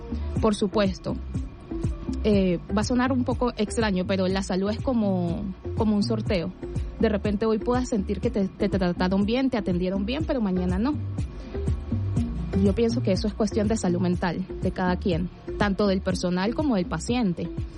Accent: Táchira, Venezuela; also born or lived in Caracas; sí vengo de Táchira. Nací en Caracas. Mi familia desde muy pequeña me llevó a Táchira y evidentemente allí me crié, por eso es que de repente físicamente soy caraqueña, pero si hablo, ya no.

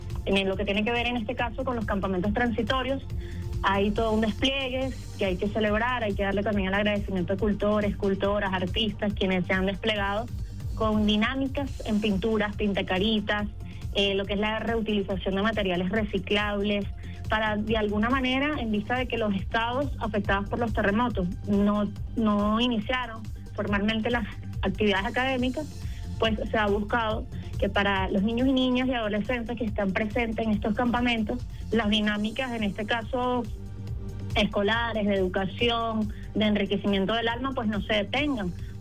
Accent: Venezuela

